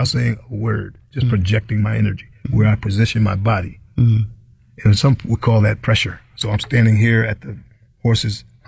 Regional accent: New York, United States; Well, you know, I had this dream coming up, growing up in New York in Hudson Valley

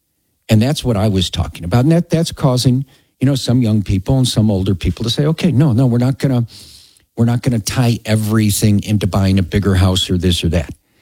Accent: Chicago, Illinois, United States; now in Colorado, United States; Thank God every day that I'm here from Chicago. I'm so grateful that I won an Evans Scholarship and they sent me to CU Boulder and I get to live in Colorado.

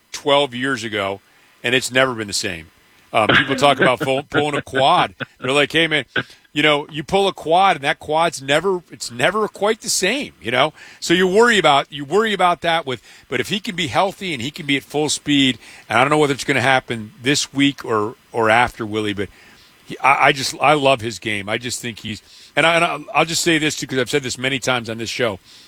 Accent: New York, United States; I grew up in New York and hated the Yankees.

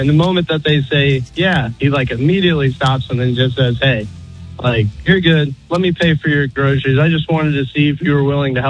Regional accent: Georgia, United States; I'm from the South down in Georgia.

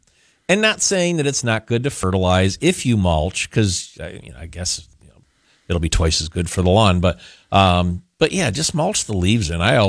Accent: Skaneateles, New York, United States; I grew up in Skinny Atlas.

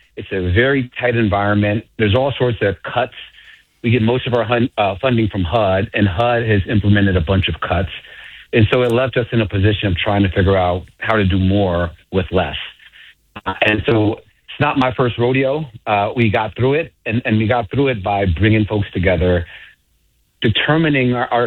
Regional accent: Chicago, Illinois, United States; I'm a kid from the South Side.

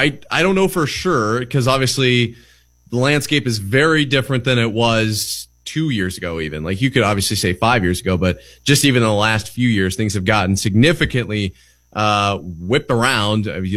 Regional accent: Williamsburg, Iowa, United States; growing up in Williamsburg

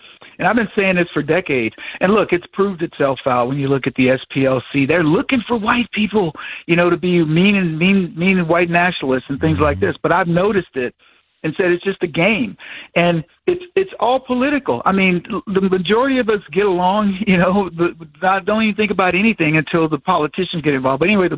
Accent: the South, United States; But it was me coming of age, growing up in the South.

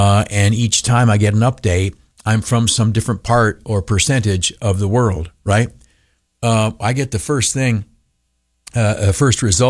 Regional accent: Canisteo, New York, United States; I grew up in Canastillo

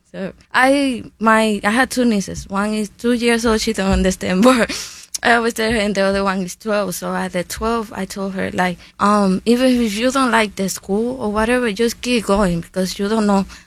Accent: Dominican Republic; now in United States; Well, I come from Dominican Republic, so I'm the first one in my family to have 2 degrees.

